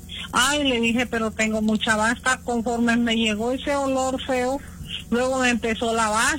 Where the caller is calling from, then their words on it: Río Grande, Oaxaca, Mexico; De aquí, de Río Grande.